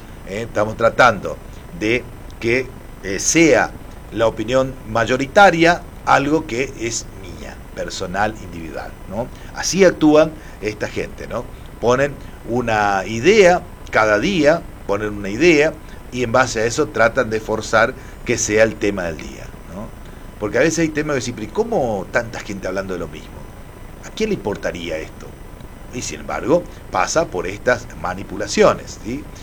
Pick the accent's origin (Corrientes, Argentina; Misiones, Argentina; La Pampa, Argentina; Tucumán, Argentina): Misiones, Argentina; a nosotros los misioneros